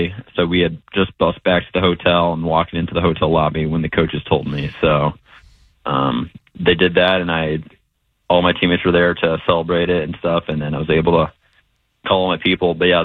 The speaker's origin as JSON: {"language": "English", "region": "Texas", "country": "United States", "tie": "born there", "said": "So, and obviously I was born in Texas, so it was kind of a homecoming of some sorts."}